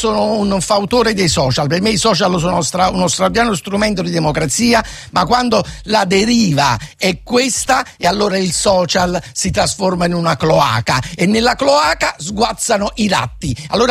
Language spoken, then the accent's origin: Italian; Naples, Campania, Italy; sono napoletano, tifoso del Napoli